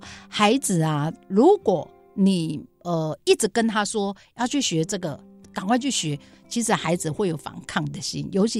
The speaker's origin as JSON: {"language": "Chinese", "country": "Taiwan", "tie": "born there", "moved": "yes", "said": "我小时候在国小请说国语的那个年代、 嗯、 我被同学检举讲山地话罚站一个小时"}